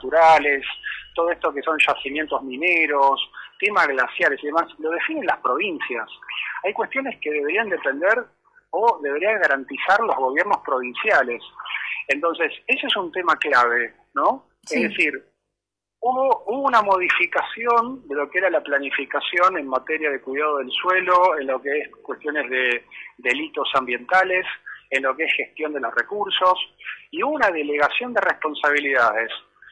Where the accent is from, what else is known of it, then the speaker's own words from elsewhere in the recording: Argentina; parte de la tarea que tenemos que hacer como argentinos es aprender a cuidar lo nuestro